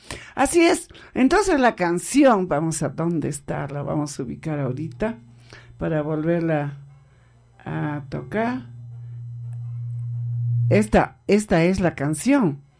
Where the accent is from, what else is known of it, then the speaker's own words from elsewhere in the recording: San Agustín de Cajas, Junín, Peru; moved away; recién llegaba de mi tierra querida, San Agustín de Cajas.